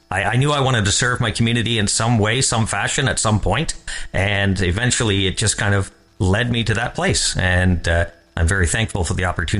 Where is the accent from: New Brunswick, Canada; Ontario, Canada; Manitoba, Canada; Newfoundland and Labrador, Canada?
Ontario, Canada; Bobcaygeon; So I grew up in Bob Cajun, and I went to post-secondary for journalism, came back